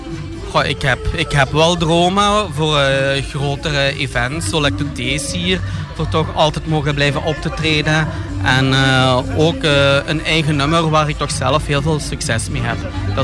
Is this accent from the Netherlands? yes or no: no; Hasselt, Flanders, Belgium; accent: Limburg; Ik ben een Limburger, ja. Ik kom helemaal uit Hasselt.